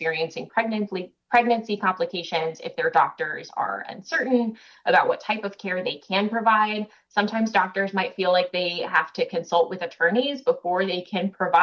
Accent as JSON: {"language": "English", "region": "Missouri", "country": "United States", "tie": "born or raised there", "also_born_or_lived": "Washington, District of Columbia, United States", "moved": "as an adult", "said": "I'm happy to be back in my home state for sure."}